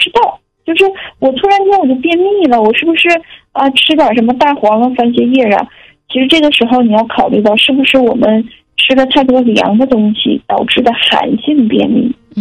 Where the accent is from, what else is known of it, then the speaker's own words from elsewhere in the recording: Northeast China, China; 我们东北人呢本身脾胃呢就偏弱